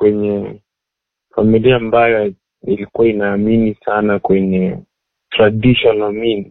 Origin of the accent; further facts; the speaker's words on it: Kisii, Kisii County, Kenya; born there; Ila mimi nimezaliwa pale Kisii.